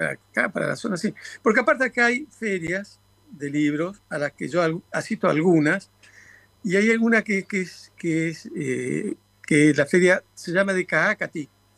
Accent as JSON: {"language": "Spanish", "town": "Paso de los Libres", "region": "Corrientes", "country": "Argentina", "tie": "born there", "said": "como yo nací en Paseo de los Libres, yo entiendo bastante el portugués. Sobre todo el portugués hablado."}